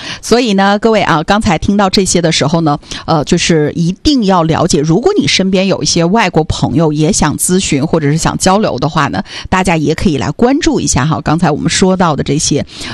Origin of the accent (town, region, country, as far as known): Northeast China, China